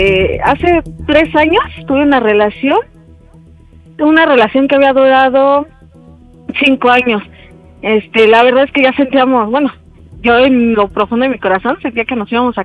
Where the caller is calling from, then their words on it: Puebla, Mexico; Tengo 25, soy de Puebla.